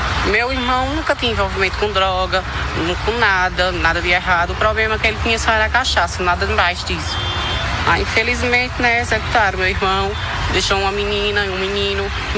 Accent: São Bento do Una, Pernambuco, Brazil; Nós somos de São Bento do Uno, na Vila do Espírito Santo, município de São Bento, né?

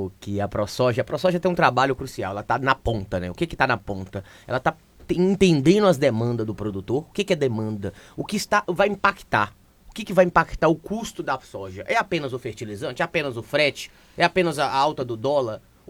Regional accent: Goiás, Brazil; also born or lived in Mato Grosso; Ah, eu sou do Goiás, de casa, mas eu me formei em Sorriso, Mato Grosso. E já estou 6 anos no Goiás, morei 6 anos no Mato Grosso, mas sou uma mistura de paulista com baianos e mineiros.

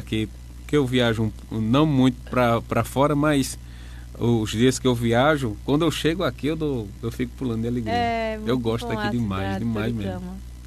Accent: Toritama, Pernambuco, Brazil; Eu só não nasci aqui, mas vivi a minha vida toda aqui também. Eu sou apaixonado por aqui.

